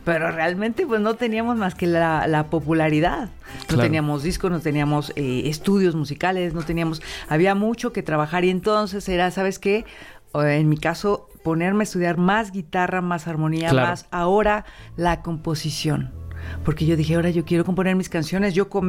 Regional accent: Mexico City, Mexico; born there; moved away; also born or lived in United States; he sido inmigrante, he sido también nacida en la Ciudad de México...

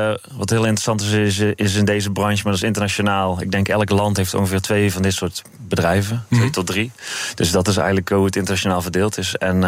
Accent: Breda, North Brabant, Netherlands; Ik kom zelf oorspronkelijk uit Breda

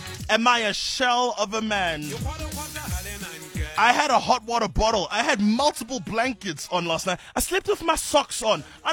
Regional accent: QwaQwa, Free State, South Africa; We're also from KwaKwa in the Eastern Free State, one of the most beautiful parts of the country. Easily one of the most coldest in the country.

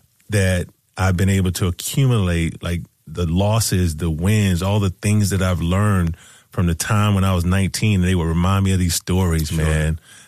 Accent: Georgia, United States; My family's in Georgia, and a lot of friends I grew up are in Georgia. And so my wife planned for us to go home, go down south

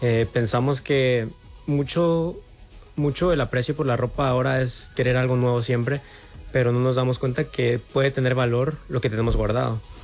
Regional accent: Guatemala; Yo soy de Guatemala

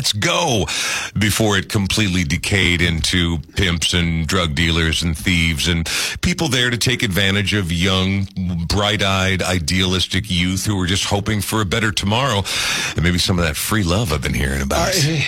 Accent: Coon Rapids, Minnesota, United States; I did grow up on the mean cul-de-sacs of the Coon Rapids.

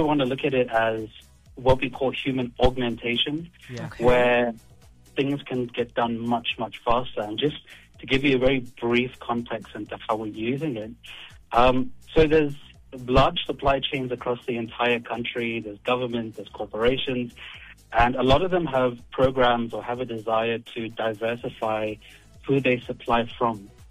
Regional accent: South Africa; moved away as an adult; also born or lived in Australia; I have to come back here and I have to contribute towards my home country.

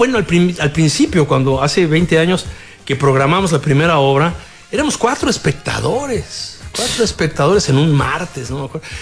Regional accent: Mexico City, Mexico; born there; Nací en Tlatelolco.

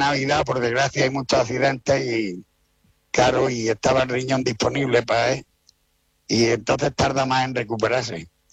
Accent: Andalusia, Spain; O sea que somos los andaluces, somos los número uno del mundo en donaciones.

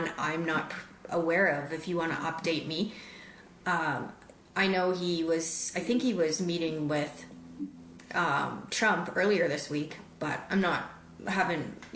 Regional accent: Canada; now in United States; I'm from Canada.

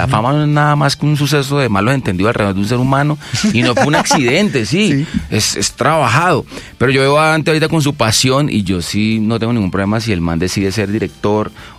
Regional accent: Ibagué, Tolima, Colombia; born there; moved away

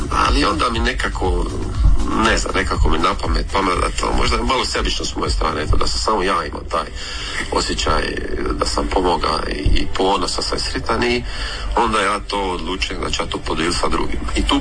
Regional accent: Orebić, Dubrovnik-Neretva County, Croatia; dolazim sa Pelješca, točnije iz Orebića.

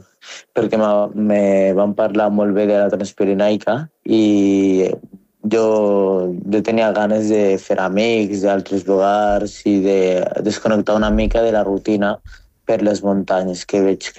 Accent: Algeria; moved away as an adult; now in Spain; Jo soc d'Algèria. Vaig arribar a Porto 3 anys aquí en Espanya.

